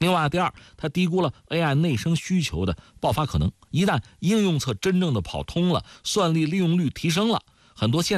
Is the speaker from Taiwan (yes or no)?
no; China; 我们是中国人